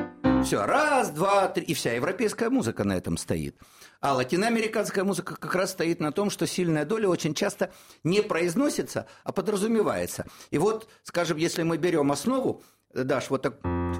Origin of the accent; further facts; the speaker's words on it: Russia; мы с вами выросли в России